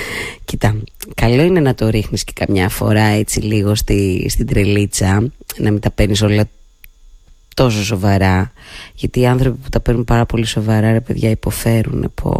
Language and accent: Greek; Central Greece, Greece; moved away; όταν ήμουν μικρή στο χωριό μου.